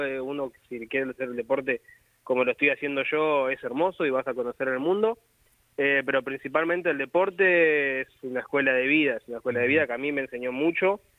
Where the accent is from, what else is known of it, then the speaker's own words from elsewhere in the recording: Partido de la Costa, Buenos Aires Province, Argentina; mostrando, mirá, de dónde uno viene y mostrar dónde es el partido de la costa y nada, de dónde uno sale y explicar que yo vengo de donde vengo y vengo de la playa